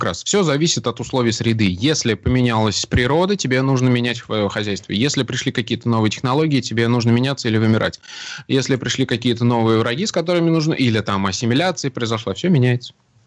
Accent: Samara, Samara Oblast, Russia; now in Moscow, Russia; Я родом из Самары, но уже достаточно давно проживу в Москве

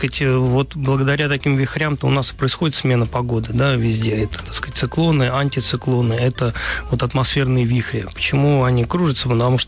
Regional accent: Moscow, Russia; Но мы все, москвичи, наверное, заметили, что в начале 21 века

